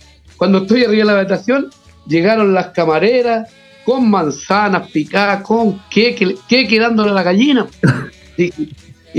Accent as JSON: {"language": "Spanish", "town": "Monte Águila", "region": "Biobío", "country": "Chile", "tie": "born or raised there", "said": "yo tenía que ser mi pueblo, Monte Águila, así que de ahí nace como en representación al pueblo de Monte Águila, Monte Aguilino."}